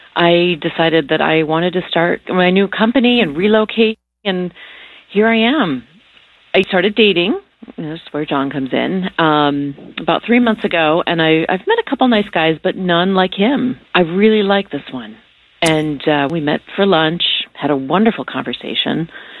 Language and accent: English; Chicago, Illinois, United States; moved away as an adult; I moved here from Chicago about 6 months ago. I grew up there.